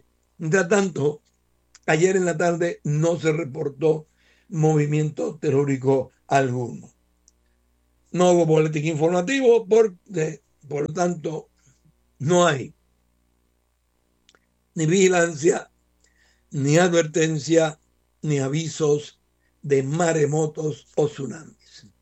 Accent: Vega Alta, Puerto Rico; en territorio de los Ñangotao, mi pueblo natal, Vega Alta

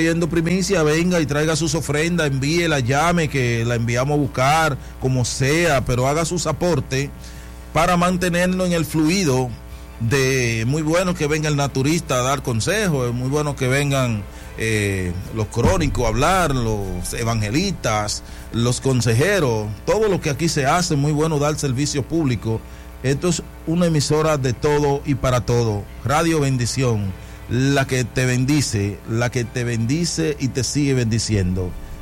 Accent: Dominican Republic; aquí somos dominicanos

